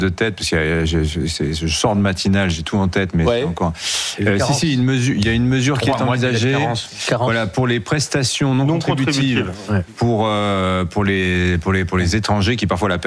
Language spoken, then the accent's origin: French; Lyon, Auvergne-Rhône-Alpes, France; je suis l'OL, je suis lyonnais avant tout.